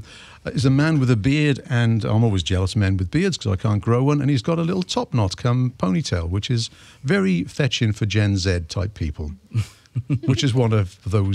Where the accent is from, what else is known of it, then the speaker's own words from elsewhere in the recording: Wales, United Kingdom; now in Melbourne, Australia; I'm from Wales and I used to have a go at singing in one of those Welsh male voice choirs here in Melbourne, Australia.